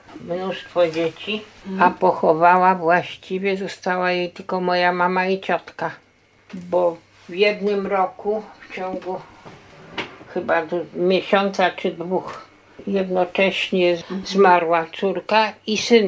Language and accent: Polish; Vilnius, Vilnius County, Lithuania; moved away; To znaczy, ja jestem z Wilna. Myśmy przyjechali z Wilna w 1946 roku.